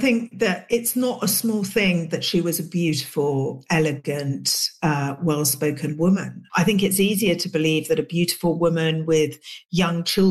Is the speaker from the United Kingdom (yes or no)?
yes; England, United Kingdom; And of course, Princess Diana was on the screen when me and Asma were young girls growing up in England.